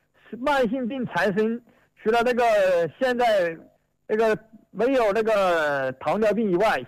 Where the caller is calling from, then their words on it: Wuhan, Hubei, China; 我是江夏的人，对吧？